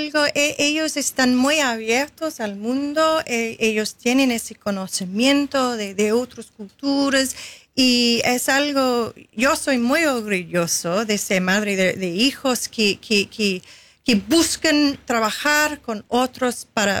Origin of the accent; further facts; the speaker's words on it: Sydney, New South Wales, Australia; Spanish is a second language; moved away; also born or lived in South Australia; Bueno, yo nací en Sydney y yo viví en Sydney hasta a los 11 años. Después mi familia se trasladó al sur, South Australia.